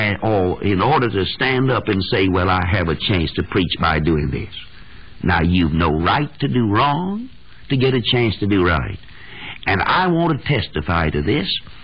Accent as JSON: {"language": "English", "country": "United States", "said": "I'm an American citizen."}